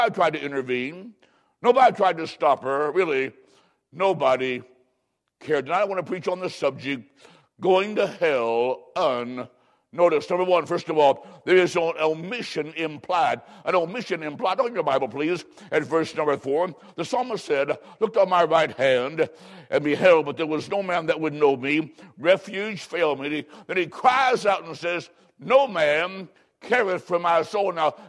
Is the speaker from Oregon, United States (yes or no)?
no; Macomb, Illinois, United States; I was growing up in Macomb, Illinois. I was in grade school.